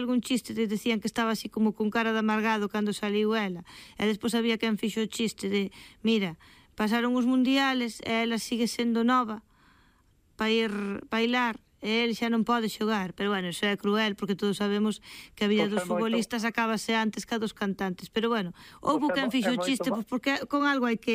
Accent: Cedeira, Galicia, Spain; Eu son de Cedeira, sí.

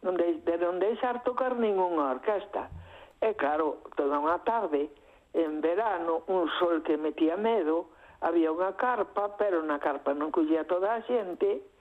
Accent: Galicia, Spain; Eu te vou dicir moitas cousas tamén, moitas cousas que se falan en galego, son galega, e me criei falando galego, non as entendo.

